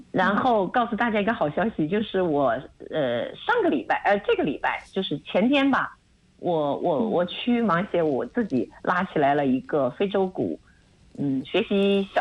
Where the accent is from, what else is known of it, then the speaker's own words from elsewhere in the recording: southern China, China; 虽然我是南方人